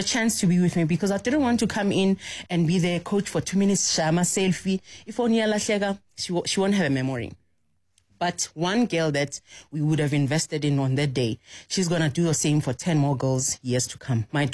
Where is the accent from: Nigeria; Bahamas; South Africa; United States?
South Africa; Johannesburg, Gauteng; born or raised there